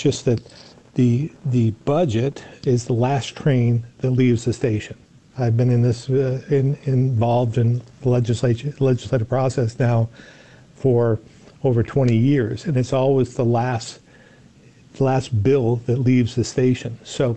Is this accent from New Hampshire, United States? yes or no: no; Barre, Vermont, United States; you can look at it right here in central Vermont. I grew up in Barrie, and when you look outside the window at the State House, you can see Montpelier High School